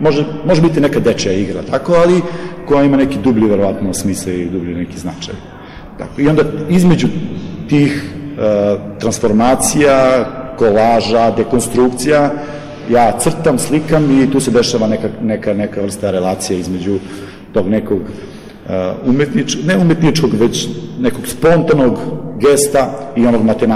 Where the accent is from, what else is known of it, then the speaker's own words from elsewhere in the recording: Vranje, Southern and Eastern Serbia, Serbia; Ja sam slikar iz Vranja